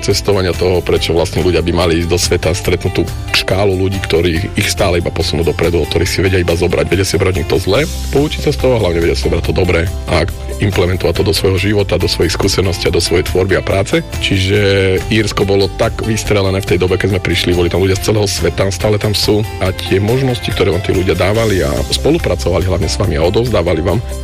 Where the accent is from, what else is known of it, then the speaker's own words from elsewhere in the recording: Poprad, Prešov Region, Slovakia; moved away as an adult; also born or lived in Prague / Ireland; now in Senec District, Slovakia; pochádzam z Popradu. Teraz dlhodobo žijem už v okrese Senec.